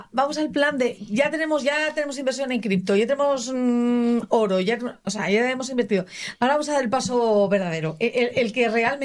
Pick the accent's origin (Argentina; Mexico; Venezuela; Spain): Spain; Asturias; Yo soy asturiana y de hecho tenemos tierras todavía ahí heredadas, ¿no?